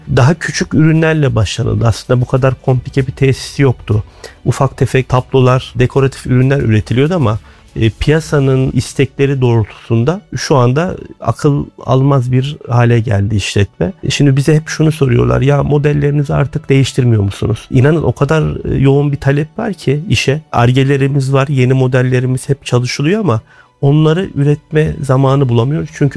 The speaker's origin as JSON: {"language": "Turkish", "region": "Kayseri", "country": "Turkey", "tie": "born there", "said": "Kayseri doğumluyum, 47 yaşındayım."}